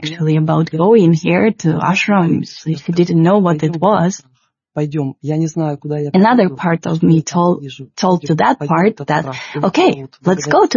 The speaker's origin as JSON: {"language": "English", "country": "Russia", "tie": "born there", "second_language": "English", "said": "I have to say that I was born in Russia, and even though I'm grateful to my parents, to my mom and dad, I'm very grateful, but my childhood was tough."}